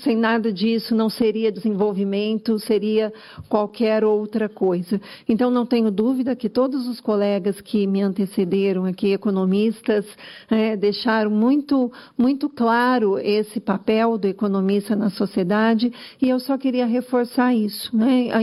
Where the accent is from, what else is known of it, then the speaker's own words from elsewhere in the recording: Marília, São Paulo, Brazil; Sou da região de Marília, distante da capital